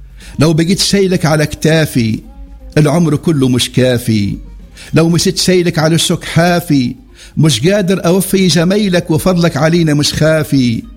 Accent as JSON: {"language": "Arabic", "country": "Tunisia", "said": "بلادي تونس الخضرة"}